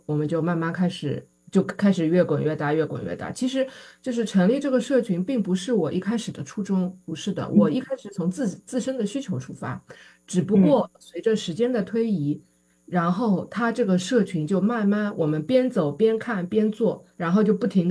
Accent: Shanghai, China; moved away; 果我们在上海的话，我们不需要这么努力，对吧？就是

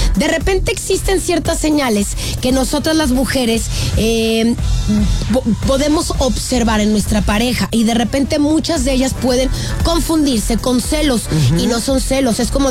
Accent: Guadalajara, Jalisco, Mexico; moved away as an adult; now in United States; somos de Guadalajara

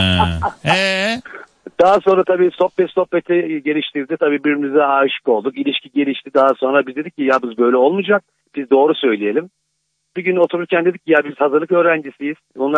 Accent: Bolu, Turkey; Ben Bolu'yum.

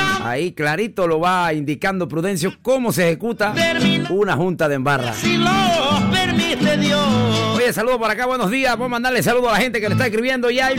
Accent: Chitré, Herrera, Panama; van rumbo para Chitré, mi tierra querida.

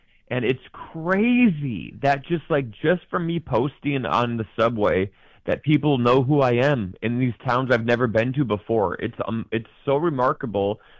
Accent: Midwest, United States; now in New York, United States

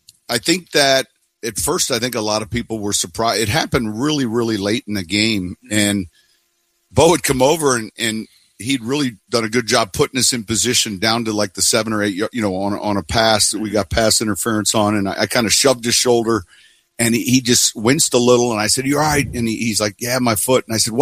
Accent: Chicago, Illinois, United States; I grew up in Chicago

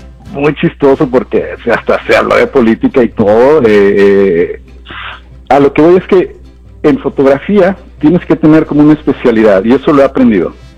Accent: Reynosa, Tamaulipas, Mexico; O sea, empecé los finales de los 90 en Reynosa, soy de Reynosa.

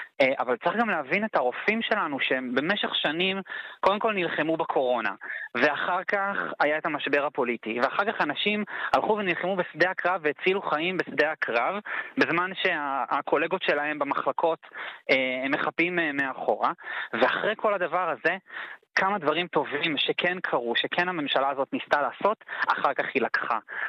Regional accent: England, United Kingdom; now in Israel; אני גדלתי בחול, גדלתי באנגליה, למדתי בבית ספר לא בארץ, והחלטתי להיות כאן רופא.

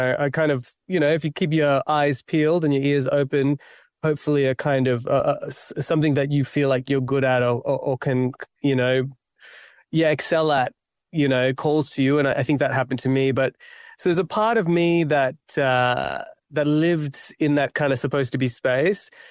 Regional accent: Perth, Western Australia, Australia; I'm Sri Lankan Tamil, and I was born in Perth, but my parents, they were, they're migrants. And so, you know, they lived during the Sri Lankan Civil War. And so they've fled Sri Lanka. And then, you know, I grew up in Perth

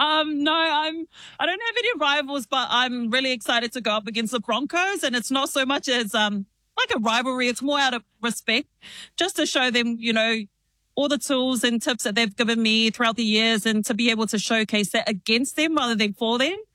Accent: Auckland, New Zealand; So I'm born and raised in South Auckland. We were actually raised in Mangere, and then we've been staying in Otara for like the last 26 years.

